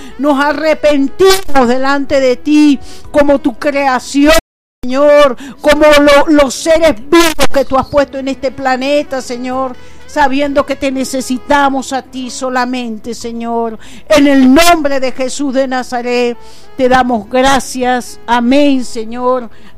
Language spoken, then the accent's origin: Spanish; Venezuela; Te pedimos como los venezolanos que somos